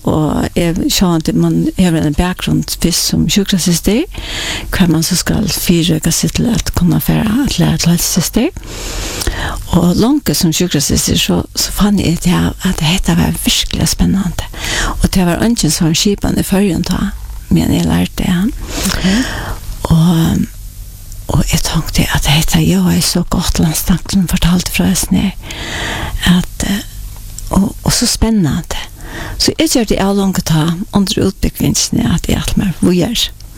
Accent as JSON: {"language": "Swedish", "town": "Klaksvík", "country": "Faroe Islands", "tie": "born or raised there", "said": "Jag är uppvuxen i Klaxvik. Och jag är född i Surveje. Bodde först i fem år i Surveje."}